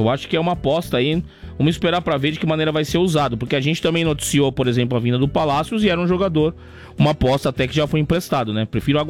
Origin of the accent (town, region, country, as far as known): Brazil